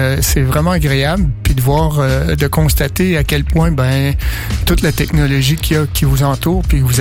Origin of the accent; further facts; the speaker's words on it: Gatineau, Quebec, Canada; now in Switzerland; Gatineau.